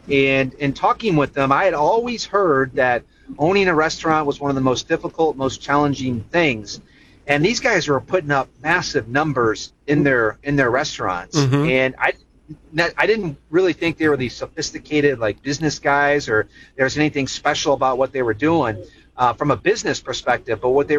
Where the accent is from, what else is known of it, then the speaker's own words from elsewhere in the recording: St. Louis, Missouri, United States; I'm originally from Missouri. I'm 50 years old, originally from St. Louis. And I grew up in St. Louis eating barbecue at a place called Bandanas, which is a regional spot.